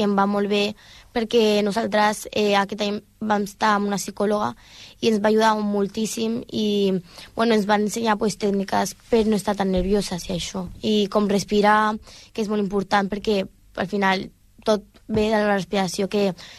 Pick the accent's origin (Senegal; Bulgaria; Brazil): Bulgaria; Catalan is a second language; now in Spain; Bueno, és que jo sóc de Bulgària, pues en Bulgària ja som com absolut ja des de petites